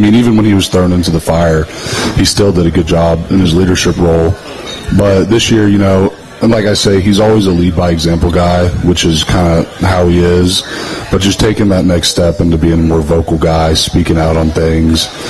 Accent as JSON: {"language": "English", "town": "Memphis", "region": "Tennessee", "country": "United States", "said": "I'm from Memphis."}